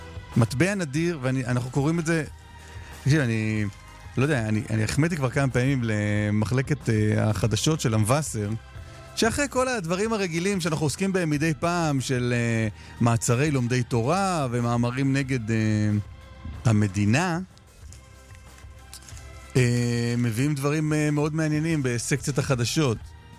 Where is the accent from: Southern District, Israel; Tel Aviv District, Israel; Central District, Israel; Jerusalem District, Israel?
Jerusalem District, Israel; Jerusalem; כירושלמי, גם ככה קשה לי עם החול